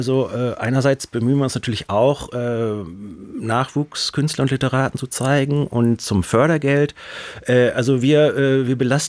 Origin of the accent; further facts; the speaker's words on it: Essen, North Rhine-Westphalia, Germany; ich komme selber aus Essen